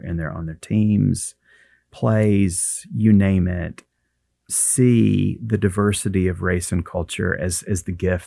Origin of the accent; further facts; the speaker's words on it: Guntersville, Alabama, United States; a little bitty United Methodist church in Guntersville, Alabama, my hometown.